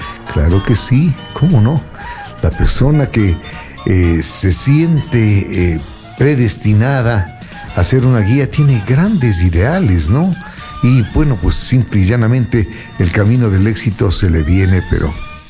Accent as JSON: {"language": "Spanish", "country": "Ecuador", "said": "mi tierra linda del Ecuador caliente"}